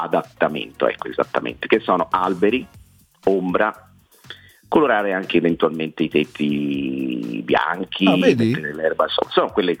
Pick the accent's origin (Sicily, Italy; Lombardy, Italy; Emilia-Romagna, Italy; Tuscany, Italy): Tuscany, Italy; Florence; sono fiorentino